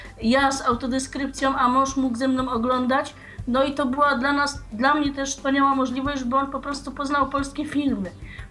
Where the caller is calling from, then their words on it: Alexandria, Alexandria Governorate, Egypt; Witajcie, ja dzwonię w tej chwili z Aleksandrii.